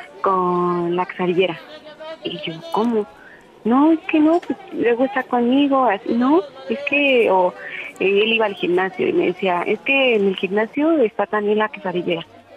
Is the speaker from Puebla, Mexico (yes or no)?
no; Mexico City, Mexico; 34, de Ciudad de México.